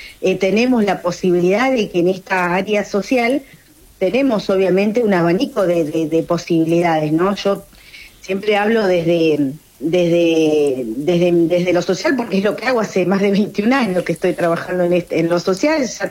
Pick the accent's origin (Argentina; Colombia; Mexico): Argentina; Viedma, Río Negro; born there; uno vive en Viedma, yo soy nacida en Viedma